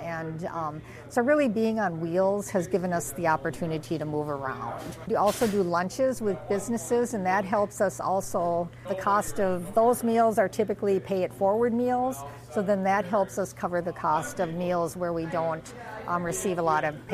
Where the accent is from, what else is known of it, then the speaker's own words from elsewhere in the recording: Fargo, North Dakota, United States; and I'm from Fargo